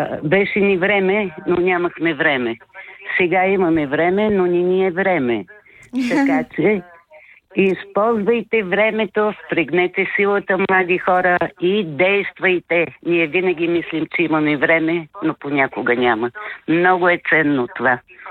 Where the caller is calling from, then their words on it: Plovdiv, Plovdiv Province, Bulgaria; от Пловди се обажда.